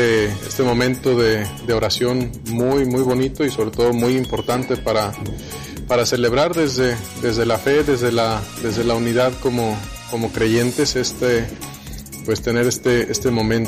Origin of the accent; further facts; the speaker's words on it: Mexico; now in Cochamó, Chile; Yo soy de México